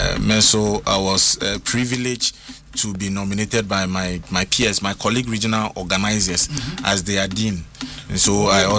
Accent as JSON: {"language": "English", "town": "Tema", "region": "Greater Accra", "country": "Ghana", "tie": "born or raised there", "said": "I grew up with my so I was born bred in Tema Community 9."}